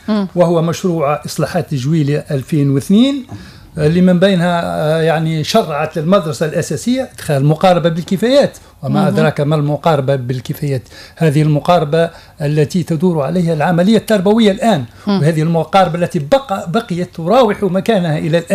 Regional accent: Tunisia; ثقافتي أنا كتونسي

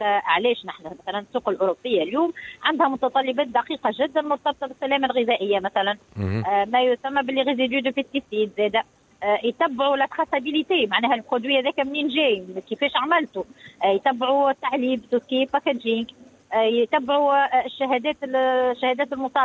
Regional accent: Tunisia; انا جسوي تونيزيان، انا تونسية ونحب بلادي

